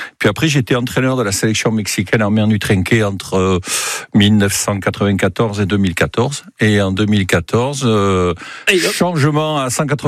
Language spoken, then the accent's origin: French; Biarritz, Nouvelle-Aquitaine, France; quand on est de Beau Rivage, on va au-dessus de la Côte des Basques, on regarde cet océan, on se dit qu'est-ce qu'il y a de l'autre côté